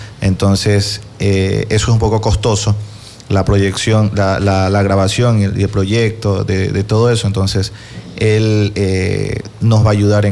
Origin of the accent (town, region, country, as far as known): Ecuador